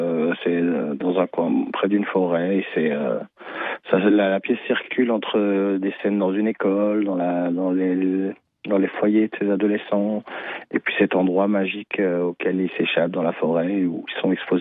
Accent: Morocco; Je suis marocain.

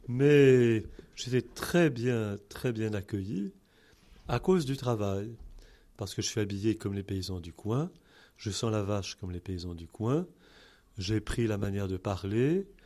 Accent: Rome, Lazio, Italy; born there; Je suis né à Rome en 1959 et j'ai fait mes études à Paris

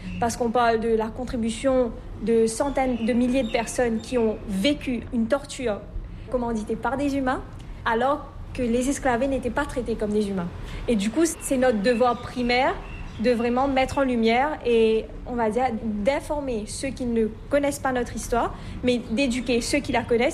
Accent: Mauritius; Alors, parce qu'on est beaucoup de Mauriciens dans notre île, mais on est aussi beaucoup de Mauriciens à l'international.

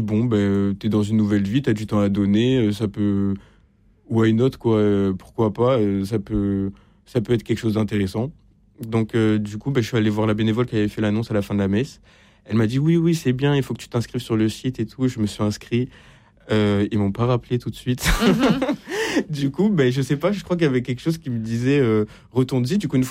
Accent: Montpellier, Occitanie, France; parce que de base, je viens de Montpellier.

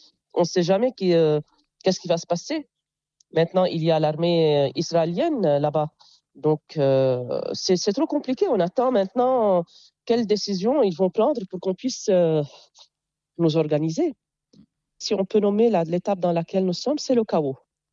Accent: Jounieh, Keserwan-Jbeil, Lebanon; Et puisque je suis de Jounieh, vous voyez, l'élève, ou bien dépend de son environnement. À Jounieh, il y a la plage, il y a la mer. Donc, je pense que les vagues, quand je méditais, les vagues dès mon enfance

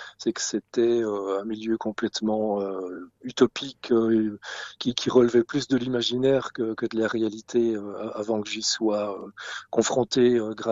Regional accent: Belgium; Alors moi, en tant que Belge, nous, notre lucarne vers les 24 heures du Mans, c'était Jacques X, bien sûr, puisque moi, j'étais gamin dans les années 70-80

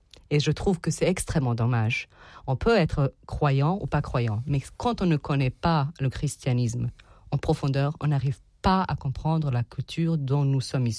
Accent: Tuzla, Tuzla Canton, Bosnia & Herzegovina; born there; French is a second language

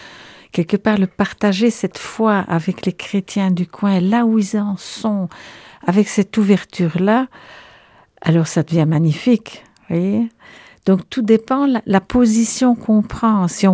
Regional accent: Liège, Wallonia, Belgium; on a une façon de vivre en Belgique, et pourtant à Liège, on est très chaleureux, mais où quand même chacun reste un peu chez soi

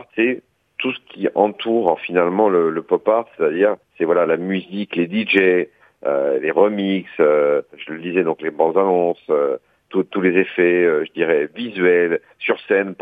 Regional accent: Montemaggiore, Corsica, France; j'ai grandi en Corse, évidemment, en Balagne, à la Montemaggiore précisément.

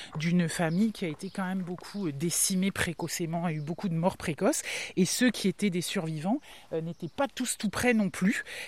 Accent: Brest, Brittany, France; born there; En vrai, je viens de Saint-Coully. Oui, mais t'es né où ? À Brest.

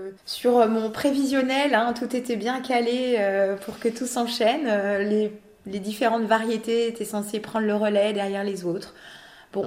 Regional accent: France; moi j'ai grandi en HLM à Bourg, dans un quartier clairement défavorisé.

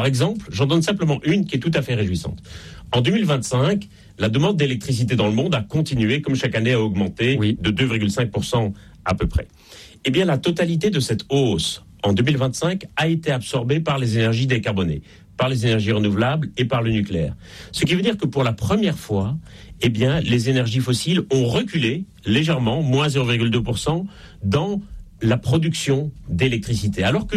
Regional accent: Belgium; now in Paris, France; ça s'entend un peu d'ailleurs à mon accent. Je suis en Belgique et je ne suis pas né en France, même si j'habite depuis 20 ans.

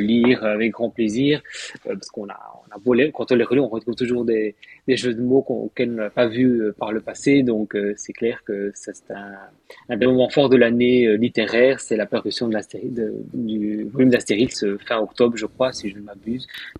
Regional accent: Spain; now in Brussels, Belgium; puisque bon, je suis venu d'Espagne de la Bruxelles, et on voulait garder nos racines avec la péninsule ibérique.

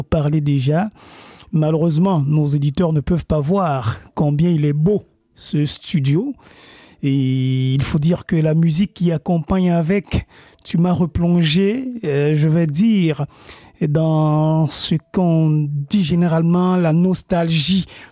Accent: Cameroon; now in Liège, Belgium; Alors, je suis originaire du Cameroun

